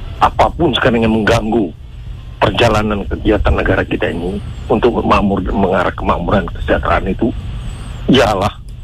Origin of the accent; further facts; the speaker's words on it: Samarinda, East Kalimantan, Indonesia; Saya di Kalimantan Timur, Pak, minta maaf ya, saya Samarinda, saya anak Samarinda.